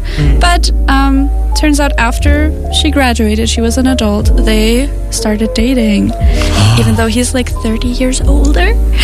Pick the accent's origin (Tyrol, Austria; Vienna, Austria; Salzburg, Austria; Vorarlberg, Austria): Vorarlberg, Austria; now in St. Pölten, Austria; I am from Vorarlberg. I am a long way from here, 5 hours.